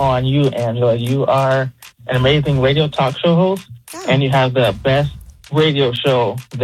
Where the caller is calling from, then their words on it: Minnesota, United States; I am from Minnesota.